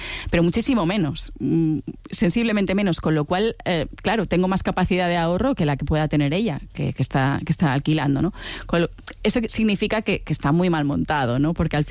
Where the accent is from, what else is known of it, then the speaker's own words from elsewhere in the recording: Balearic Islands, Spain; now in Barcelona, Spain; Yo si soy mallorquina, si soy barcelonesa, siempre le he estado dando vueltas a esto.